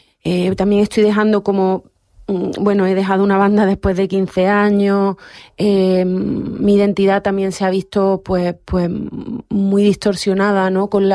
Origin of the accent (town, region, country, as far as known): Córdoba, Andalusia, Spain; born or raised there; also born or lived in Madrid, Spain